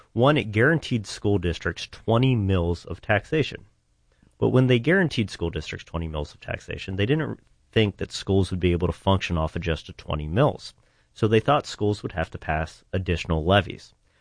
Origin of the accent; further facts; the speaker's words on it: Ohio, United States; moved away as an adult; now in New Albany, United States; So my wife and I, we live in New Albany. We have two young kids, and they go to New Albany schools. Mm-hmm. And I'm originally from Eastern Ohio, so I didn't really have ties to the Central Ohio area